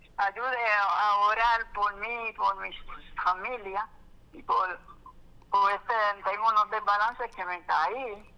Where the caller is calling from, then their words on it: Sabana Grande, Puerto Rico; Yo soy de Sabana Grande.